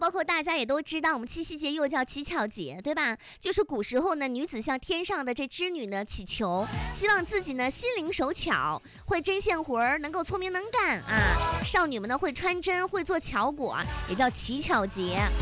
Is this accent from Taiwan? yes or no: no; China